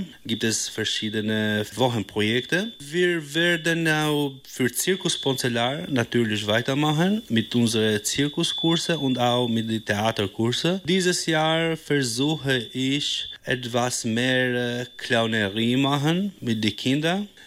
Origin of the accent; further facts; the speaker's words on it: Albania; German is a second language; moved away as an adult; also born or lived in Milan, Italy; now in Krefeld, Germany; Wie gerade gesagt, ich komme aus Albanien. Ich habe da studiert und dann mein Master in Mailand abgeschlossen. Und nach einer langen Erfahrung in Mailand, Italien, bin ich Krefeld umgezogen